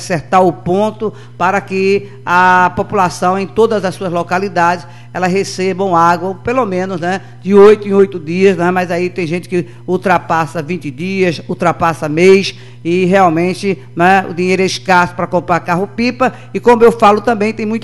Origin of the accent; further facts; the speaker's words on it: Brazil